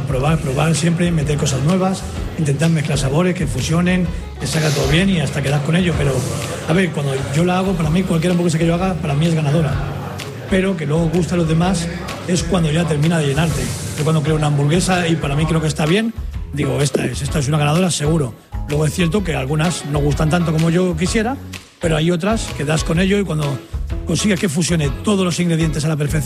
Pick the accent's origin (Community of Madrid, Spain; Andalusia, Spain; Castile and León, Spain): Community of Madrid, Spain; Torrejón de Ardoz; born or raised there